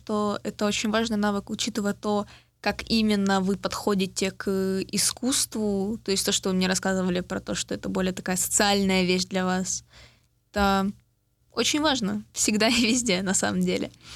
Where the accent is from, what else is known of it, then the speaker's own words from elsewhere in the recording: Kyiv, Ukraine; now in Linz, Austria; Потому что я тоже киевлянка, и я вот переехала сюда